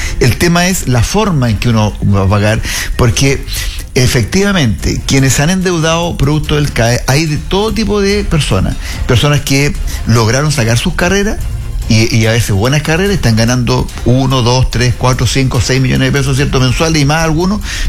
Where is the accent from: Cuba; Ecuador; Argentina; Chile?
Chile; Y eso es lo que tenemos que hacer todos los chilenos de bien nacidos.